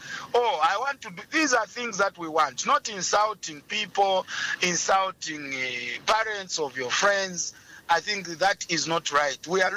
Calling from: Lusaka, Lusaka Province, Zambia; Mm-hmm. I'm calling from Lusaka.

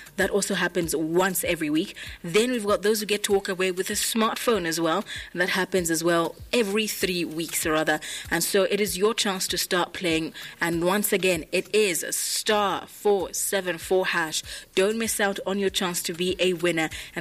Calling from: Zambia; I'm calling from Windbeek, Zambia.

